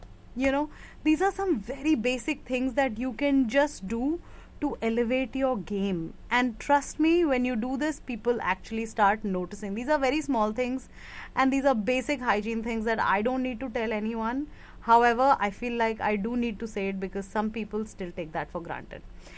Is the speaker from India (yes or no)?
yes; India; मैंने कहा yeah I am Indian.